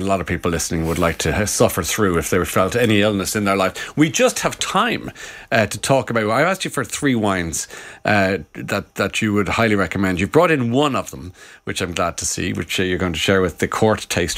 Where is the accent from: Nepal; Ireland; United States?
Ireland; born there; moved away; Cheers, Sláinte, as I say in my home country.